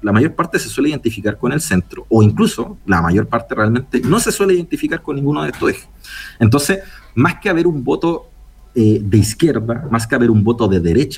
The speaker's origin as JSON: {"language": "Spanish", "country": "Chile", "said": "¿Somos locos los chilenos?"}